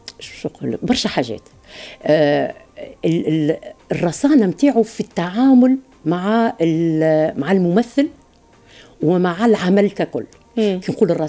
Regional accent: Tunisia; من اقوى ما عندنا في تونس

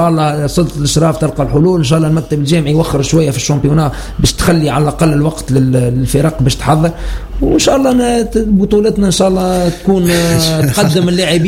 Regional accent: Tunisia; احنا كشعب تونسي

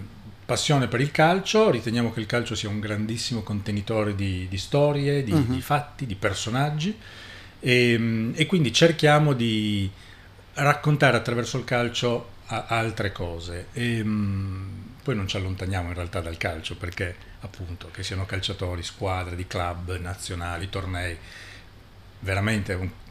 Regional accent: Turin, Piedmont, Italy; io sono di Torino, ho una famiglia che è quasi tutti, direi il 99% tifano Toro

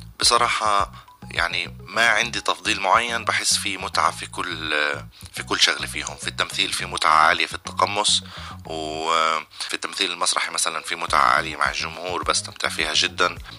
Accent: Palestine; اللي إحنا بتعنينا كفلسطينية في حياتنا اليومية

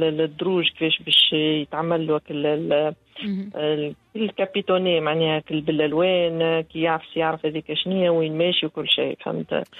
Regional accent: Tunisia; كما نقولوا احنا من تونس العاصمة

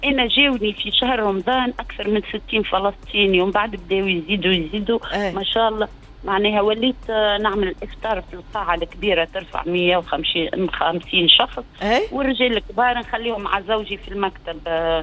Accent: Tunisia; now in Belgium; انا فخوره الحقيقه واني تونسيه فخوره ديما نقول لهم جو سوي فيغ دات تونيزيان

